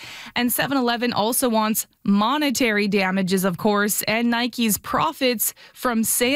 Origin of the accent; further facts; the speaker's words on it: Winnipeg, Manitoba, Canada; now in Ottawa, Canada; I know I'm from Winnipeg.